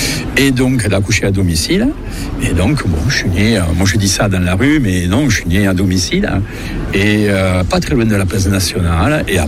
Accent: Montauban, Occitanie, France; Je suis né à Montauban il y a un peu plus de 60 ans et je vis à Montauban depuis toujours.

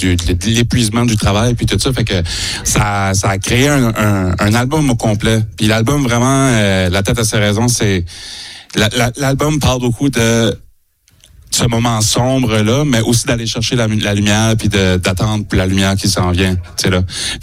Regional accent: New Brunswick, Canada; accent: Acadian; Nous autres, on vient de la baie des Chaleurs, fait que ça c'est la grande baie qui est entre nous autres et la Gaspésie au Nouveau-Brunswick.

